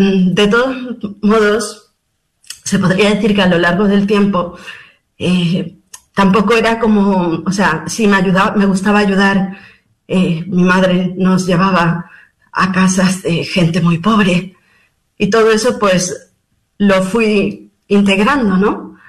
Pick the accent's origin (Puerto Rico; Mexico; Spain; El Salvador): Mexico; Cuando mis padres, bueno, nosotros, como bien comentaste, somos mexicanos, uh-huh.